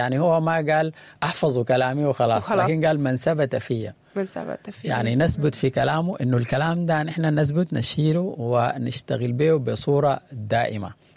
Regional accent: Sudan; بس يعني إحنا فعلا يعني كسودانيين برضو محتاجين إنه نتعلم كيف إنه نعرف يعني تحدياتنا ومخاوفنا

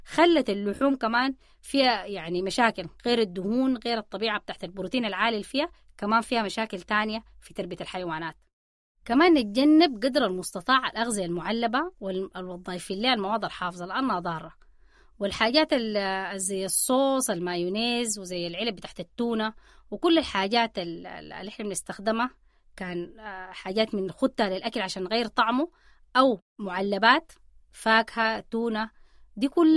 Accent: Sudan; وانت عارفة انه احنا كسودانيين طبعا بنحب اللحمة، بنحب ناكلها في التبيخ في كل نوع خضار

